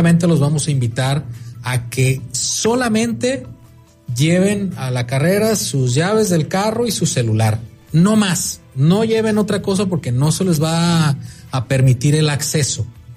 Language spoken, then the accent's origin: Spanish; Manzanillo, Colima, Mexico; yo soy de Manzanillo, como manzanillenses, pues yo pasaba, me acuerdo, antes a la escuela y al bachillerato 8, y volteaba y veía los contenedores